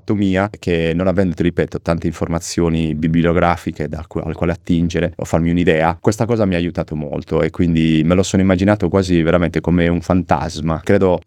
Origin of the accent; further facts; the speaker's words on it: Sorgono, Sardinia, Italy; moved away as an adult; also born or lived in Rome; now in Marche, Italy; io sono di Sorgono. Nata e cresciuta a Sorgono